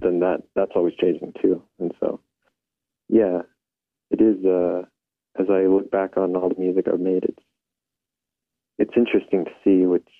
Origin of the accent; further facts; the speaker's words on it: Window Rock, Arizona, United States; I grew up in Window Rock, Arizona, and I'm just kind of hanging out.